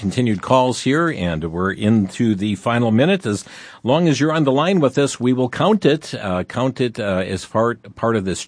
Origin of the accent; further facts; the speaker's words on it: Wisconsin, United States; And I'll just mention, I'm from Western Wisconsin.